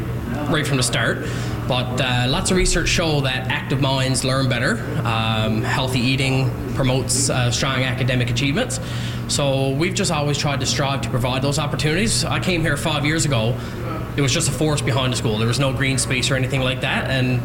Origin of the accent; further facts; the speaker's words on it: Lewisporte, Newfoundland and Labrador, Canada; I'm originally born and raised in Lewisport.